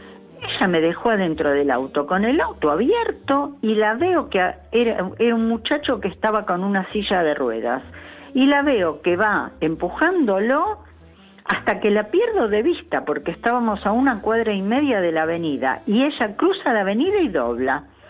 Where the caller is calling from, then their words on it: Lanús, Buenos Aires Province, Argentina; yo vivo en Lanús